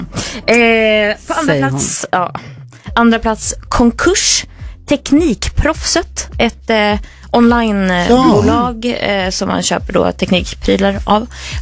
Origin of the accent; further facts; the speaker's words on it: Värmland, Sweden; accent: Värmland dialect; Jag får köra min värmländska dialekt.